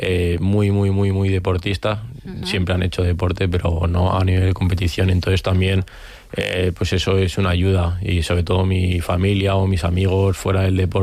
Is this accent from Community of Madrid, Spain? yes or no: yes; Sevilla la Nueva, Community of Madrid, Spain; moved away as an adult; now in Parla, Spain; Yo ahora estoy viviendo en Parla para entrenar allí, pero yo en mi pueblo, bueno, es aquí en Madrid también, Sevilla Nueva, pero yo tengo toda mi vida allí, y mis amigos están allí